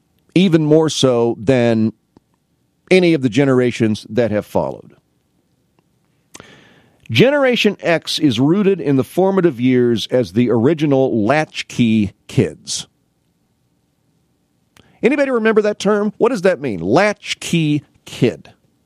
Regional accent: Canton, Illinois, United States; I grew up in Canton, as you know from listening to the show.

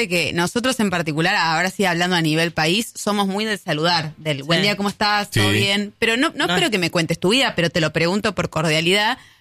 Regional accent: Argentina; nos dimos cuenta que éramos como 20 argentinos.

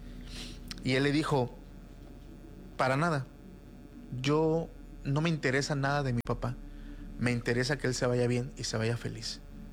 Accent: Mexico; Los que somos mexicanos y los que conocen esa cultura fuera del país saben

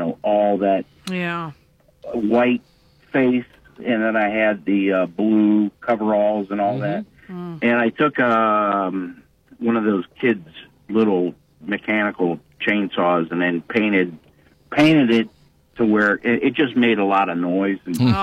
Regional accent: Cuyahoga Falls, Ohio, United States; Yeah. I grew up in Cuyahoga Falls.

